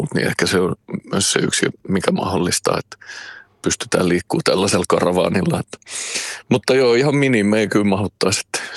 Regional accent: Vantaa, Uusimaa, Finland; mä Martin Laaksosta lähtöisin lähiöpoika, joka ei pahemmin koulussa viihtynyt. Ja sitten kun nykyään mä asun Porvossa, missä on tosiaan aika paljonkin ruotsinkielistä porukkaa

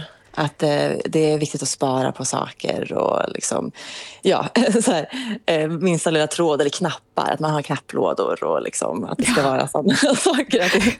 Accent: Finland; jag tyckte ju att det var lite coolt att jag var från Finland också.

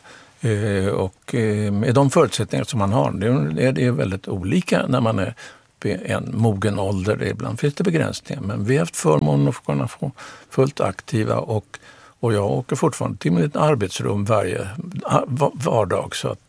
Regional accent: Stockholm, Stockholm County, Sweden; jag är nämligen uppvuxen på Fredrikshovsgatan, för pappa var präst i Oskarskyrkan 19 år

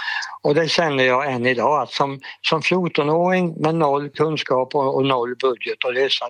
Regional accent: Sävsjö, Jönköping County, Sweden; born there; jag gick ner till biblioteket hemma i Sävsjö

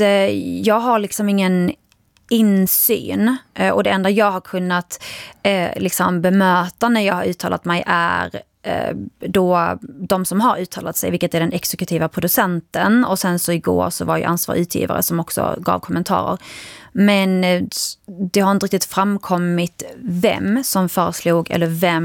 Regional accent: Sweden; Men vi som är barn till föräldrar som har immigrerat, alltså vi blir ju svenskar.

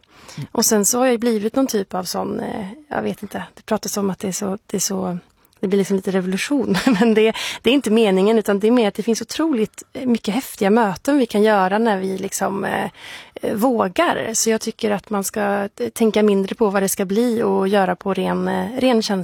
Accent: Värmland, Sweden; in kören och hitta saker som kommer från min liksom musikaliska bakgrund och från musikkulturen hemma i Värmland

